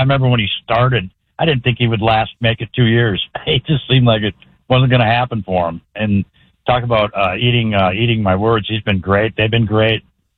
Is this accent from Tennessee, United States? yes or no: no; Minnesota, United States; I'm from Minnesota. I bleed purple, sir.